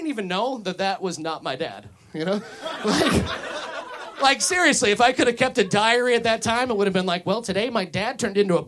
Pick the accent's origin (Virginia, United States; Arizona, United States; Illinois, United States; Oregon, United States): Illinois, United States; Lansing; I come from Lansing, Illinois. That's like near Indiana, so you know what's going on already. Like when I was a kid, Lansing was about 80% white.